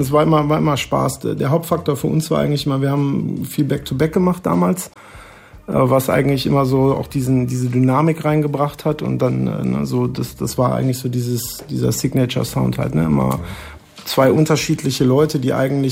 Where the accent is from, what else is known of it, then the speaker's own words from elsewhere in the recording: Münster, North Rhine-Westphalia, Germany; moved away; also born or lived in Mannheim; ich komme ja aus Münster